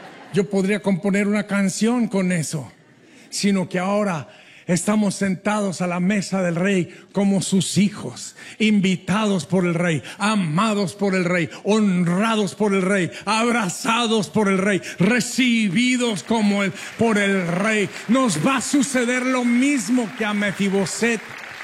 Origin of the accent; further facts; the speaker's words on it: Durango, Mexico; como soy de Durango, México